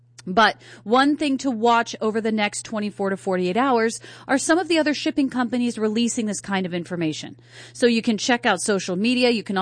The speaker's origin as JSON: {"language": "English", "region": "East Coast", "country": "United States", "tie": "born or raised there", "said": "back when I was growing up on the East Coast"}